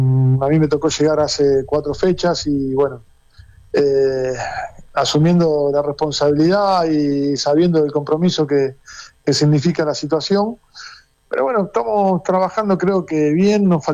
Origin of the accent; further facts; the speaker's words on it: Rosario, Santa Fe, Argentina; allá por mis pagos, yo soy de Rosario.